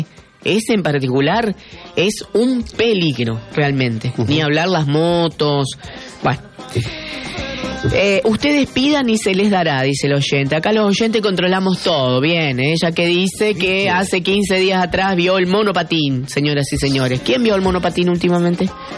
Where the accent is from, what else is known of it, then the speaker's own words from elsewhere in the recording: Reconquista, Santa Fe, Argentina; Los que transitamos por acá, que somos de acá de Reconquista